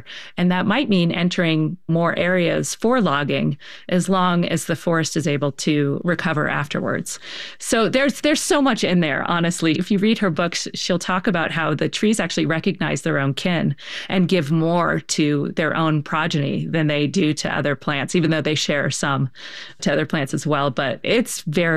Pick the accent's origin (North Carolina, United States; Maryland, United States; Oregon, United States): Maryland, United States; Baltimore; You know, I'm from Baltimore